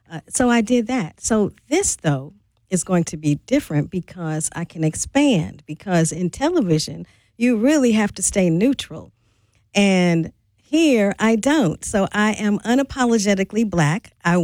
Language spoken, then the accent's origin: English; St. Louis, Missouri, United States; moved away as an adult; now in Milwaukee, United States; So I grew up in St. Louis, went to the University of Missouri Columbia